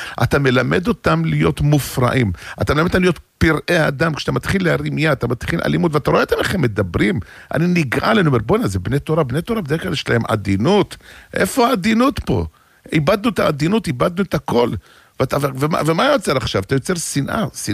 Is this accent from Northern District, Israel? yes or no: no; Jerusalem, Jerusalem District, Israel; אנחנו ירושלמים